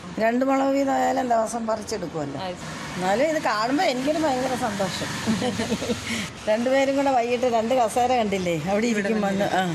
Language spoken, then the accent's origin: Malayalam; Pattazhi, Kerala, India; moved away